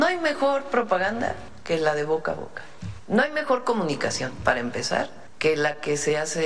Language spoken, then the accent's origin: Spanish; Mexico; Es que habla de cómo somos los mexicanos.